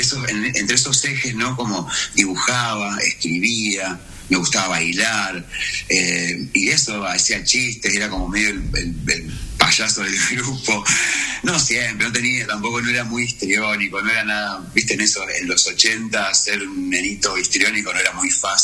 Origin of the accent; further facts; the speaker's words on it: Argentina; me siento argentino